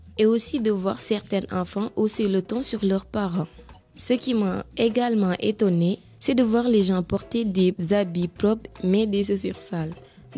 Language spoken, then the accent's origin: French; Senegal; moved away; J'ai 17 ans, je viens du Sénégal et ma passion c'est la boxe.